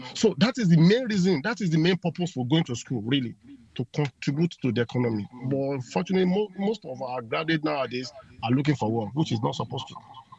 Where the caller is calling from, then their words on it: Obada, Nigeria; I'm calling from Obada.